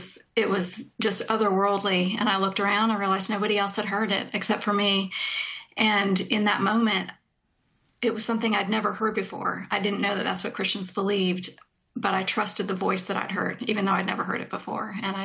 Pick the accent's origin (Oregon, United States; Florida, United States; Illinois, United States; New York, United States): New York, United States; New York City; also born or lived in Iowa; So, you know, I was born in New York City, and both my parents grew up there, and so I still had family there and was there a lot throughout my upbringing, and then ended up in Iowa